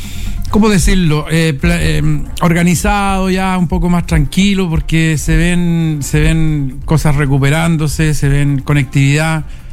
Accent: Pisco Elqui, Coquimbo, Chile; born there; Y especialmente donde nacimos, aquí en Pisco Elqui, a metros de la plaza de Pisco Elqui, el estudio central

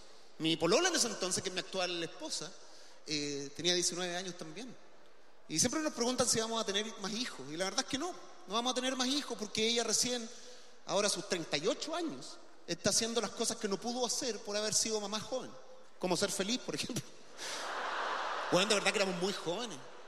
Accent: Chile

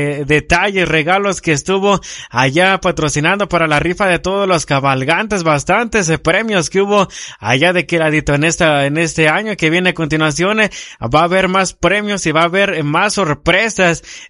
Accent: La Paradita, Mexico; mi tierra natal, allá en La Paradita

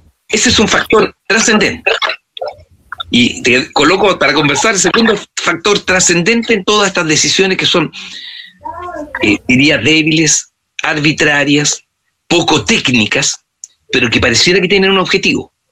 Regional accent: Chile; Comenzamos a pelearlos como chilenos.

